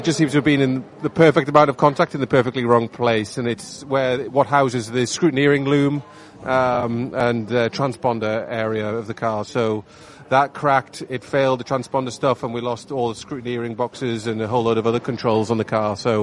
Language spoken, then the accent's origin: English; Canada; We're coming over from Canada and a few Americans in there with us.